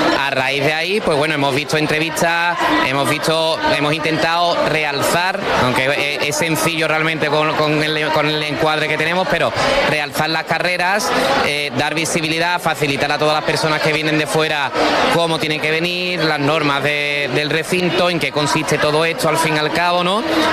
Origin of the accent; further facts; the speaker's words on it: Sanlúcar de Barrameda, Andalusia, Spain; somos de Sanlúcar